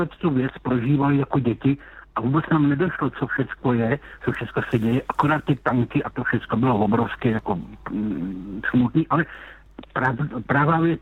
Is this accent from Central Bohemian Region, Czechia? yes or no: yes; Lysá nad Labem, Central Bohemian Region, Czechia; Já jsem z Lysé nad Labem.